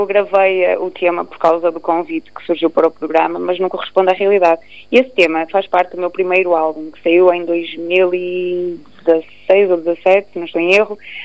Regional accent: Minho, Portugal; eu estou a homenagear também as minhas raízes, como minhota que sou.

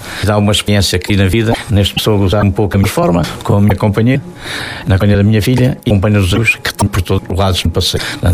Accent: Pias, Alentejo, Portugal; also born or lived in Herdade dos Machados, Moura; durante o meu período que estive em Pias até aos 11 anos

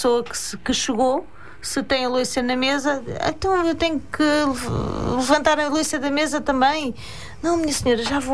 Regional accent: Mafra, Lisbon, Portugal; born there; moved away; also born or lived in her home village (unnamed); Cá em Mafra, foi cá que os meus pais construíram raízes e vivi 8 anos em Mafra ainda. Ainda consegui viver cá em Mafra 8 anos e, entretanto, fui para a minha aldeia.

